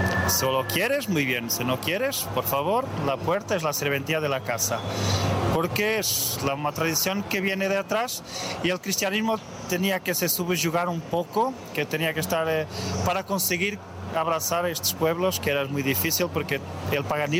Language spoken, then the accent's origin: Spanish; Norte, Portugal; Dedícate a Santo Esteban, que es un santo de mi pueblo